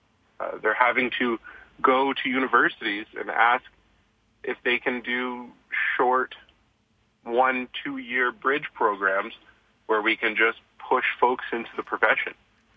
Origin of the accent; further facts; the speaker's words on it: Calgary, Alberta, Canada; And, I've grown up here. I grew up in Chaparral. I now live elsewhere in the constituency, and I'm rooted here.